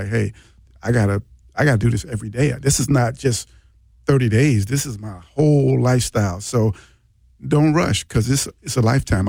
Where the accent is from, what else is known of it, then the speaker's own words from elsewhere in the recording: Chicago, Illinois, United States; now in Milwaukee, United States; I was up here in Milwaukee, I'm originally from Chicago